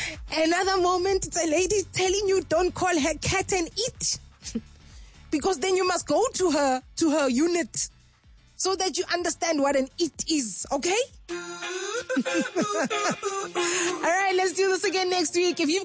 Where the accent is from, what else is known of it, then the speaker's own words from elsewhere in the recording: East Rand, Gauteng, South Africa; And yes, I come from the East Rand